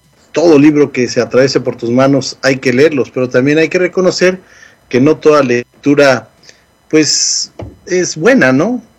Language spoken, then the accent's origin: Spanish; Morelos, Mexico; era un equipo de mi estado, el Zacatepec, el glorioso Zacatepec.